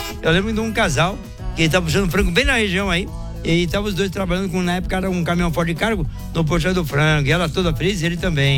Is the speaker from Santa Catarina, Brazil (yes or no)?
yes; Ipumirim, Santa Catarina, Brazil; Trocão e Monange, bom dia pra vocês … sou de Ipumirim.